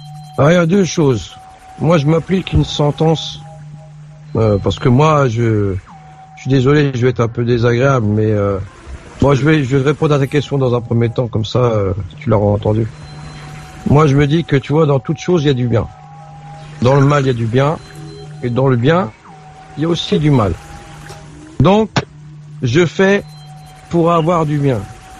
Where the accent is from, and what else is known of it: France; born there